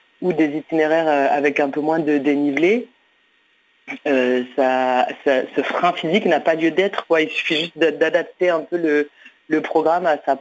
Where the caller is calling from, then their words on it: Île-de-France, France; J'appelle de chez moi, juste à côté de Paris, j'habite.